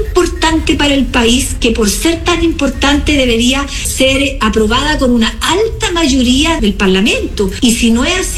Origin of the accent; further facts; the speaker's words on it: Chile; que obviamente somos chilenos y nos necesitamos